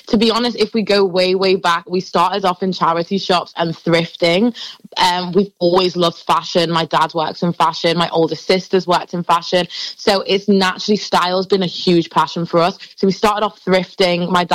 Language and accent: English; Liverpool, North West England, United Kingdom; as in we're from Liverpool and stuff.